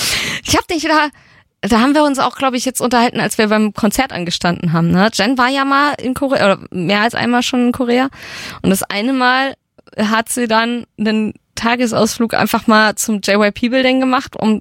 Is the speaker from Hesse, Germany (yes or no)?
yes; Gelnhausen, Hesse, Germany; ich bin in Gelnhausen aufgewachsen, da haben wir irgendwo ein Haus, wo Goethe mal für 3 Nächte gepennt hat.